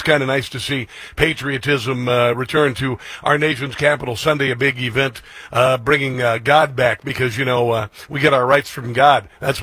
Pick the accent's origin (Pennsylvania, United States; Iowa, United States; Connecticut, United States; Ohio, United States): Iowa, United States; Now, I know you're thinking, well, I grew up in Iowa. Isn't Iowa beautiful? Yeah, Iowa's beautiful.